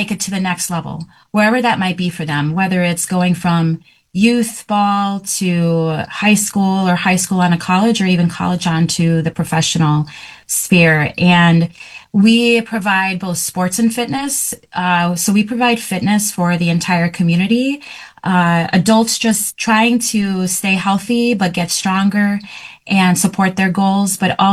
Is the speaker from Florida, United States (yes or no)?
yes; Florida, United States; moved away as an adult; now in Wisconsin, United States; I am actually originally from Florida